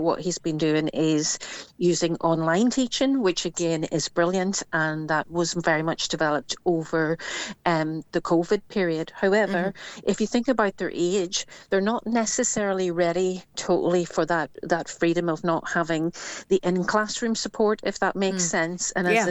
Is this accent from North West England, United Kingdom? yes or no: no; Northern Ireland, United Kingdom; now in Mull, United Kingdom; I'm from Northern Ireland